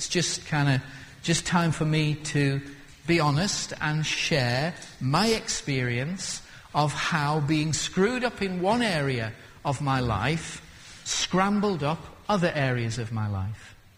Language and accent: English; Lancaster, North West England, United Kingdom; I was born in 1946, and I grew up in Lancaster. And I grew up in the roughest part of Lancaster. It's called Skirton.